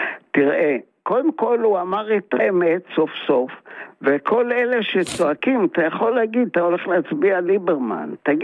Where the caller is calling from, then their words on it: Tel Aviv, Tel Aviv District, Israel; מתל אביב.